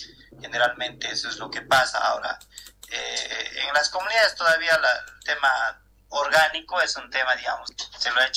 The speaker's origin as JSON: {"language": "Spanish", "town": "Uriondo", "region": "Tarija", "country": "Bolivia", "said": "yo soy de Uriondo, de Acuanchico. Nosotros somos una comunidad relativamente mediana o grande, si vale el término."}